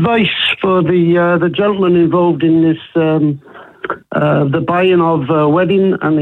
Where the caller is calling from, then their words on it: Wales, United Kingdom; I'm Welsh.